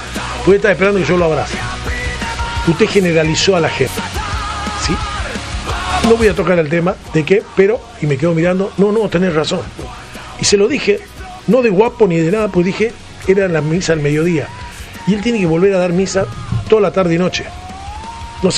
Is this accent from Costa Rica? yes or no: no; Tucumán, Argentina; Soy de Villa 9 de Julio, a mucho orgullo.